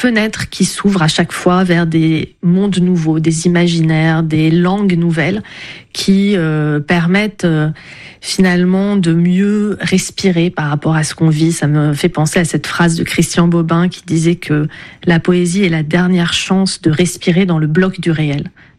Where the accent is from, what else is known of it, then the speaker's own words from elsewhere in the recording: Lebanon; moved away; also born or lived in United States; c'est ça que j'avais vécu dans mon enfance au Liban, avec une tradition libanaise qui s'appelle le zajal